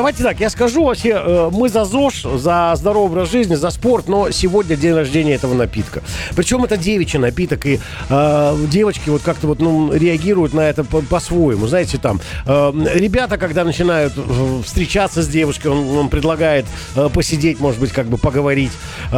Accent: Rostov-on-Don, Rostov Oblast, Russia; Вот я как местный, причем там много и прадедушка местный у меня был Ростова, да. Именно из Ростова, я подчеркиваю. Там, с Ростова! Мы из Ростова

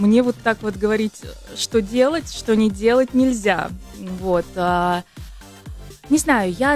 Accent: Tambov, Tambov Oblast, Russia; born there; moved away as an adult; now in Moscow, Russia; я родилась в Тамбове.

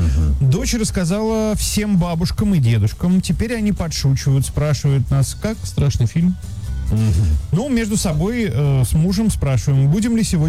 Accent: Bryansk, Bryansk Oblast, Russia; мы ездили там из Брянска в Курск к бабушке

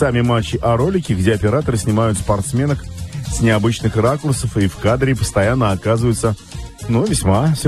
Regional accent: Moscow, Russia; Мы в москвичи, мы все живем

